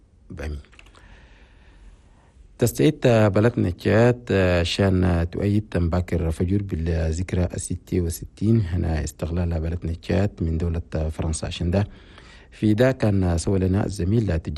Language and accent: Arabic; Chad; إيتنا الاستغلال هنا بلدنا تشاد